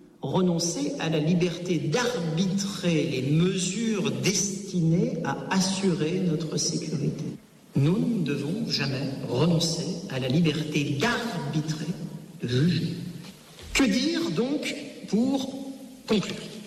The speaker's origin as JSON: {"language": "French", "country": "France", "said": "nous, en tant que Français, intégrés dans l'OTAN avec l'arme atomique"}